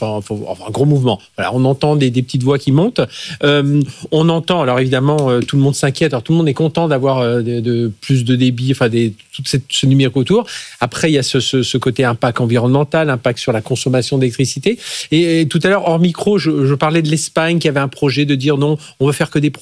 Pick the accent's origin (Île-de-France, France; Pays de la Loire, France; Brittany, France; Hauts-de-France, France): Brittany, France; Voilà, moi, je suis breton